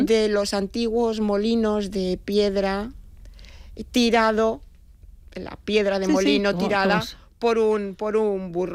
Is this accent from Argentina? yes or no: no; Andalusia, Spain; moved away as an adult; now in Valencia, Spain; Yo no soy valenciana, soy andaluza.